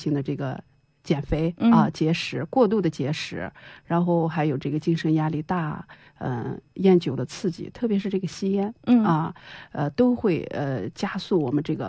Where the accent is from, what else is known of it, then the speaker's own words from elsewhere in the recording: China; 我们中国人